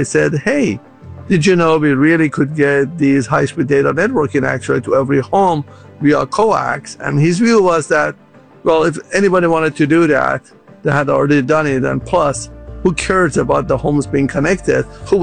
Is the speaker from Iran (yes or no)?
yes; Tehran, Tehran Province, Iran; now in United States; I was born in Tehran, Iran, which was the capital, beautiful country with the 7,000 plus years of the civilization.